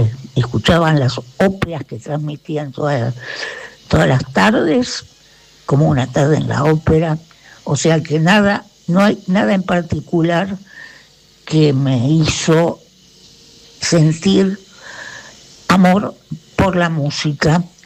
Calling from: Buenos Aires, Argentina; de Palermo, 916.

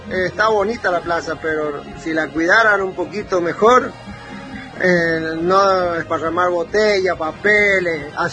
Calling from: Cañada Seca, Mendoza, Argentina; de Los Claveles y pertenezco a Cañada Seca

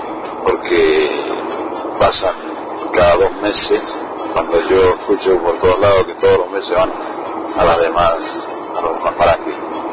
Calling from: Argentina

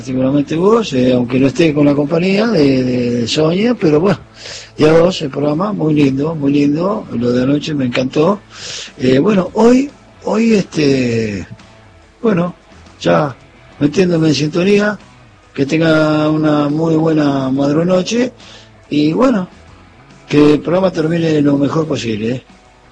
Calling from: Punta Alta, Buenos Aires Province, Argentina; de Punta Alta, de la provincia de Buenos Aires, del sur.

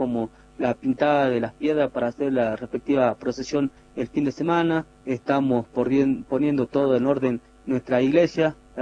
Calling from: Muñayoc, Jujuy, Argentina

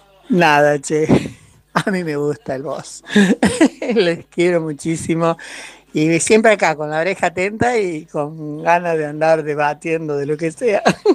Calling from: Argentina

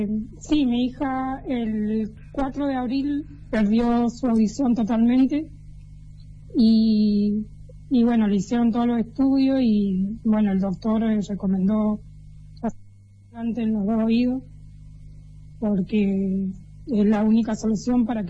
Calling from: Cuadro Nacional, Mendoza, Argentina; Sí, yo vivo en Cuadro Negro, pero tengo mi familia en Rama Caída.

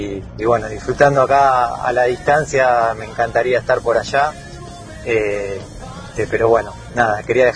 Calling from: Buenos Aires, Argentina; de Buenos Aires

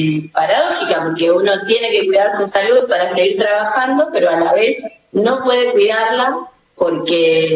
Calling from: Venado Tuerto, Santa Fe, Argentina; yo vivo en Venado Tuerto

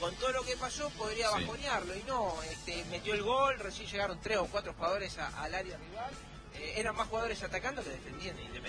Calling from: Recreo, Santa Fe, Argentina; de Recreo Santa Fe. Es mi provincia, lo digo yo.

